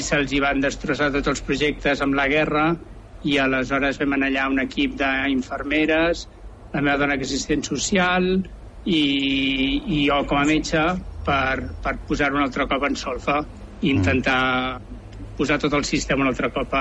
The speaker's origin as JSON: {"language": "Catalan", "town": "Sant Cugat del Vallès", "region": "Catalonia", "country": "Spain", "tie": "born there", "also_born_or_lived": "Barcelona", "moved": "yes", "said": "jo vaig néixer a Barcelona, vaig viure els meus primers 10 anys a Montornès del Vallès, i després vaig canviar de Vallès i he estat i crescut a Sant Cugat del Vallès."}